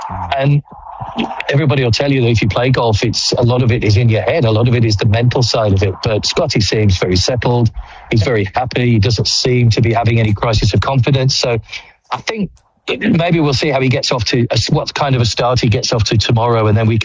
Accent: United Kingdom; I'm British.

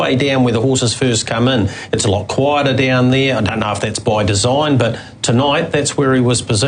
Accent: New Zealand; Well, as a Kiwi, we want to, because we haven't had a whole lot of fun in recent times.

